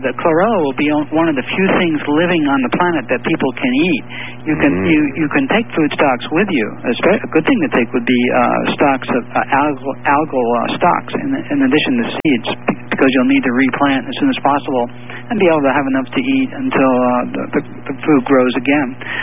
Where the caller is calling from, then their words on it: San Diego, California, United States; I'm in San Diego.